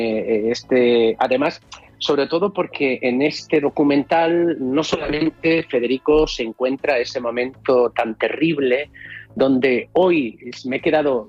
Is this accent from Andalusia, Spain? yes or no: no; Navarre, Spain; born there; No, hombre, también, porque soy navarro de nacimiento.